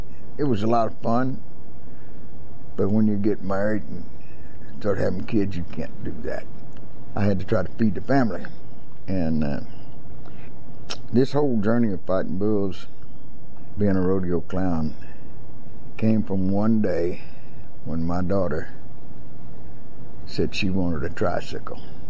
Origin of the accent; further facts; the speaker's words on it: Blanco, Texas, United States; being raised in Blanco, Texas, back off in the woods right there